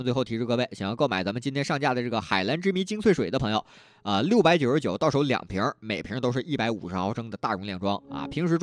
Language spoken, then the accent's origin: Chinese; Changsha, Hunan, China; 作为长沙人，咱们不用再去北京去上海看前沿演出